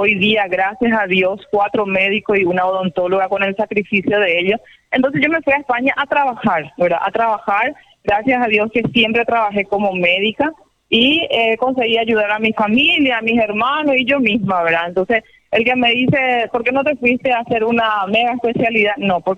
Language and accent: Spanish; Paraguay; moved away as an adult; also born or lived in Spain / Brazil; Y es mi país y yo siempre estudié focada en querer venir a servir a mi pueblo, a mi patria, que es Paraguay